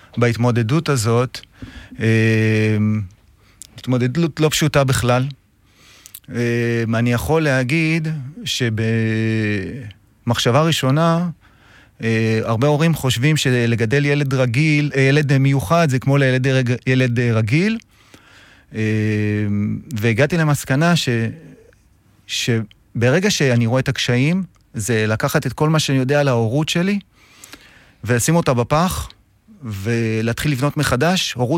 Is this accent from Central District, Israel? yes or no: no; Nahariya, Northern District, Israel; אני מנהריה, המשרד מוקם שם, בן 45, אבא לשלושה.